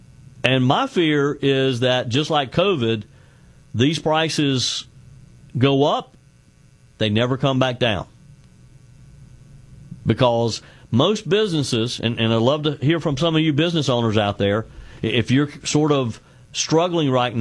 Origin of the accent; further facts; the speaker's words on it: South Carolina, United States; And here in my home state of South Carolina, the state legislature is about to reconvene